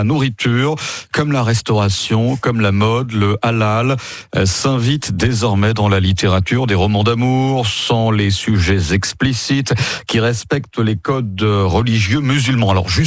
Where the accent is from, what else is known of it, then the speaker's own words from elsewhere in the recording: France; chez nous en France